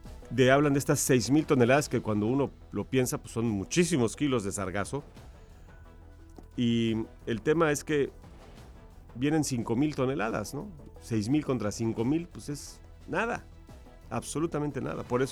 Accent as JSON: {"language": "Spanish", "town": "Cancún", "region": "Quintana Roo", "country": "Mexico", "said": "somos ciudadanos de Cancún"}